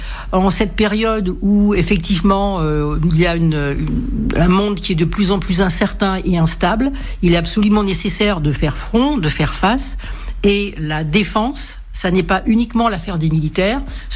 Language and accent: French; Saint-Florent, Corsica, France; Donc, ben moi, je suis de Saint-Florent, donc Saint-Florent, le plus beau village de Corse